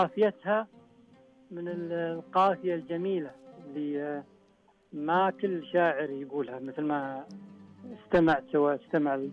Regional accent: Saudi Arabia; رحمة لنا جميعا كسعوديين.

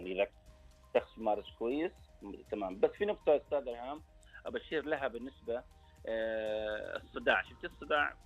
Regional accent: Saudi Arabia; عندنا بالسعودية

